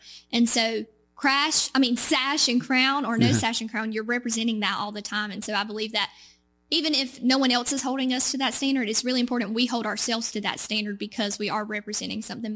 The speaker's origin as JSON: {"language": "English", "area": "Sampson County", "region": "North Carolina", "country": "United States", "tie": "born or raised there", "said": "I'm still representing my community in my hometown of Sampson County"}